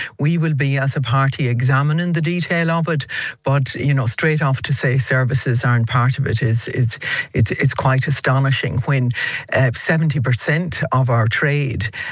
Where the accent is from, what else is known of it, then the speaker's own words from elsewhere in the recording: Ireland; we have to stand up as an Irish nation.